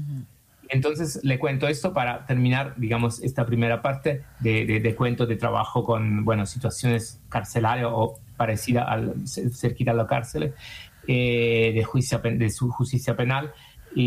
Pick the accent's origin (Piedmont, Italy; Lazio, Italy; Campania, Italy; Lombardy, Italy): Campania, Italy; Naples; Spanish is a second language; Yo soy de Nápoles, originarios.